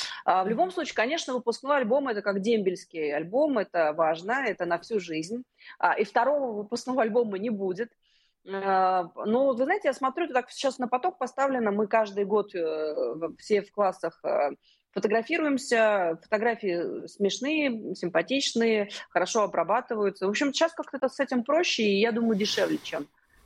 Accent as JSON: {"language": "Russian", "region": "Saint Petersburg", "country": "Russia", "tie": "born or raised there", "said": "Я вот из Петербурга родом"}